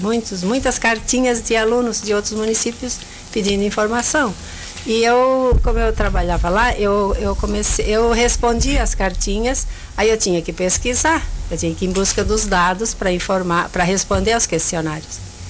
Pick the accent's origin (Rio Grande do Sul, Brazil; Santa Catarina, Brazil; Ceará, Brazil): Santa Catarina, Brazil; Orleans; also born or lived in Rio Pinheiros Alto; eu vivi lá até os 5 anos, perto dos 6, depois eu vim com os meus pais para Orleans. Morei sempre aqui.